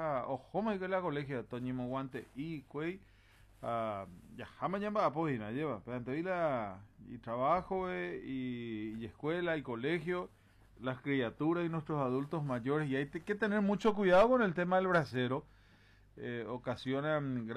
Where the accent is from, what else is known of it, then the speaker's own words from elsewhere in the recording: Paraguay; Yo soy paraguayo